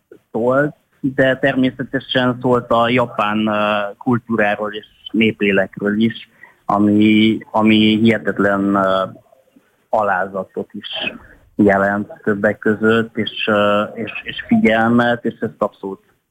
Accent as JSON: {"language": "Hungarian", "region": "Transylvania", "country": "Romania", "tie": "born or raised there", "said": "Hát nekem is egyébként a gyerekként én egy erdélyi faluban nőttem fel"}